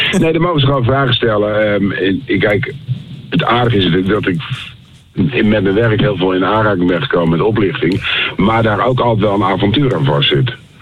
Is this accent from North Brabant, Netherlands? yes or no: no; Hoornaar, South Holland, Netherlands; moved away; Ik heb een groot deel van mijn jeugd doorgebracht in Hoornaar.